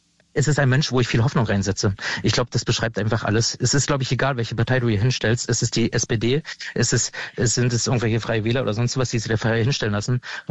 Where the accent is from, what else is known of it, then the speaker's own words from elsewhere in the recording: eastern Germany, Germany; moved away; ich komme ja aus dem Osten, ich komme ja genau aus dieser Region